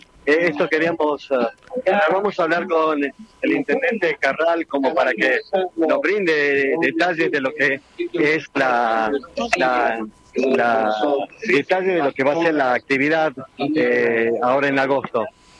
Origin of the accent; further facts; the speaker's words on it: Jujuy, Argentina; soy de la Puna cuteña